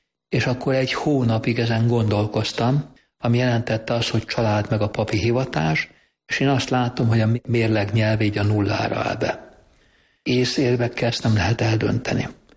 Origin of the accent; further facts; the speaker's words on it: Budapest, Hungary; Tehát, mivel Rozsdombról jöttem, azért sok minden lehetőséget megkaptam az életben